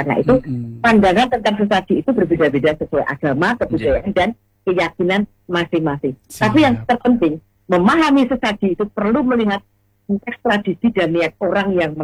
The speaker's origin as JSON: {"language": "Indonesian", "region": "Java", "country": "Indonesia"}